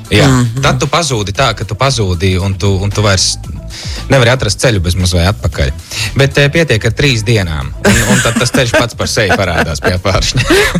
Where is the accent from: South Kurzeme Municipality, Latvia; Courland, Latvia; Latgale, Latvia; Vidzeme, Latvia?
Latgale, Latvia; Preiļi; moved away as an adult; Es esmu no Latgales puses, mm-hmm, Preiļos dzimis, audzis līdz 19 gadiem